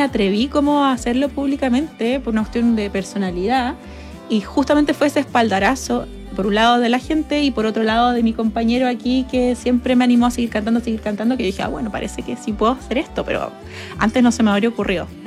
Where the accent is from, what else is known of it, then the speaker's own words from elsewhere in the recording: Chile; also born or lived in Mexico; yo soy chilena